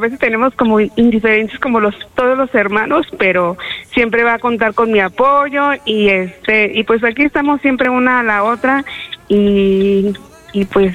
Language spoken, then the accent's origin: Spanish; Guadalajara, Jalisco, Mexico; De nuestro paisano. De nuestro paisano Adrián, porque estamos aquí en Guadalajara.